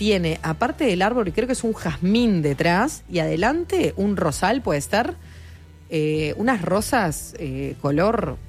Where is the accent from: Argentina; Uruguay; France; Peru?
Uruguay; si bien soy de aquí, de Ciudad Vieja.